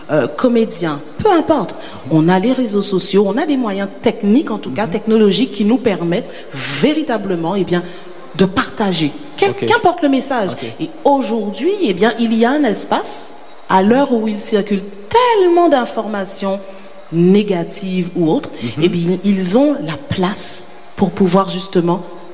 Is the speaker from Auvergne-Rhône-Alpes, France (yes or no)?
yes; Lyon, Auvergne-Rhône-Alpes, France; puisque nous sommes Lyonnais en Jésus-Christ.